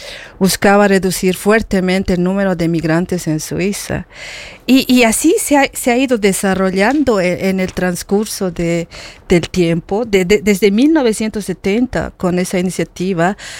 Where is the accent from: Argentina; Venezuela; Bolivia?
Bolivia; now in Switzerland; En Bolivia también es así. Tenemos problemas de regionalismo.